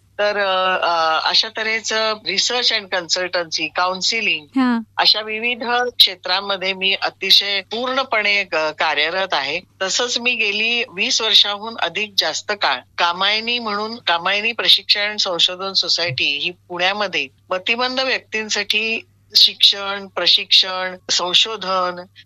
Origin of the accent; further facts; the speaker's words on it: Mumbai, Maharashtra, India; माझा जन्म मुंबईचा आहे. मी मूळची मुंबईची, अगदी गिरगावातला माझा जन्म.